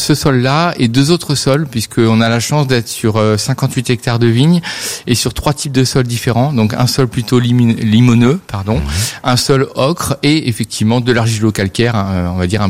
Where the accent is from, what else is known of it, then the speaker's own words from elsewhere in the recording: Île-de-France, France; moved away as an adult; now in Montpellier, France; De région parisienne. Ouais. Et donc j'ai émigré vers le sud, à Montpellier plus précisément